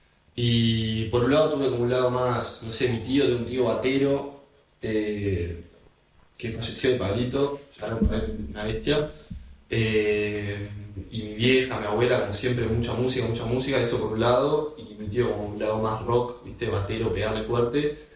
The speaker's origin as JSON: {"language": "Spanish", "country": "Uruguay", "tie": "born or raised there", "also_born_or_lived": "Piriápolis, Uruguay", "said": "Yo medio que me crié acá en Palermo, entre Palermo y Piria, porque es un poco, porque toda mi familia es de ahí"}